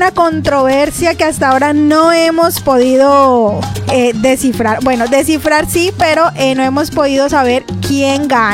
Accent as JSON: {"language": "Spanish", "country": "Colombia", "said": "Yo como buena colombiana"}